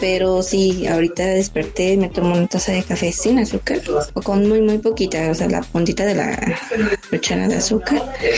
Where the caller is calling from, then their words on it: Amozoc, Puebla, Mexico; Pues yo te escucho desde Amozoc.